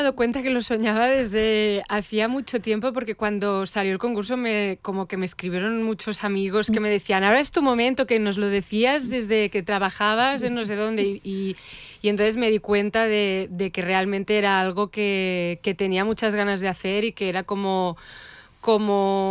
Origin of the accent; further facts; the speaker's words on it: Barcelona, Catalonia, Spain; las dos somos de Barcelona